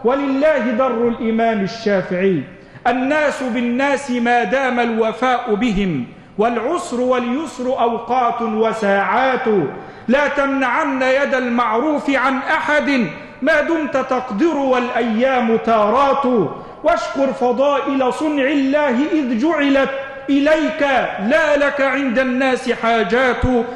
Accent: Egypt

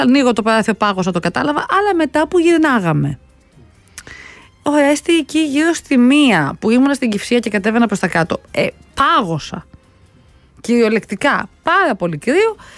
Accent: Pyrgos, Western Greece, Greece; moved away; γιατί είμαστε αγγλόφωνοι και στο χωριό μου στην Πελοπόννησο, να ξέρεις. Ωραία, μην νομίζεις εκεί στον πύργο Ηλίας, δεν λέμε η μητρική μας γλώσσα το.

